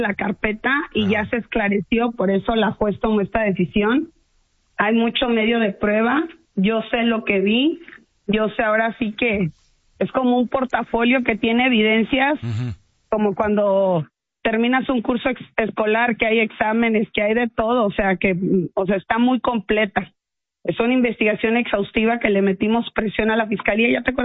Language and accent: Spanish; Ciudad Mante, Tamaulipas, Mexico; Yo estoy a 3 horas, yo soy de Ciudad Mante.